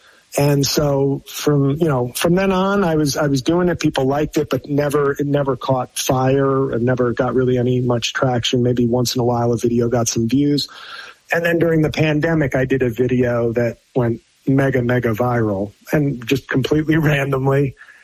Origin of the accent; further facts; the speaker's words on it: New York, United States; I'm from New York.